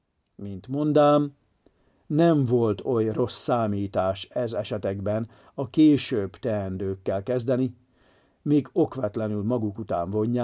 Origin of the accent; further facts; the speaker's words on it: Hungary; Magyarként kell cselekednünk. Istenhez kiáltunk nemzetünkért, mert történelmünk viharai sok feladatot nem engedtek megoldani korábban.